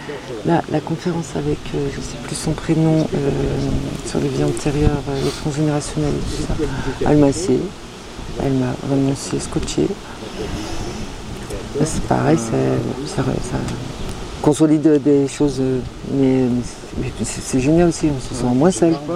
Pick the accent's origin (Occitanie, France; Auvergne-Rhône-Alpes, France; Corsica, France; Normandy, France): Auvergne-Rhône-Alpes, France; Vernoux-en-Vivarais; donc moi, je viens du côté de Vernon en Vivarais.